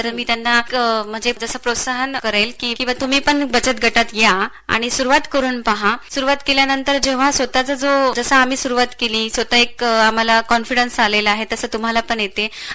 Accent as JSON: {"language": "Marathi", "region": "Maharashtra", "country": "India", "said": "मी मेळघाटातून आलेली आहे जो अतिदुर्गम भाग आहे, तिथं सर्व व्यवसाय हा पर्यटकावरच अवलंबून असतो."}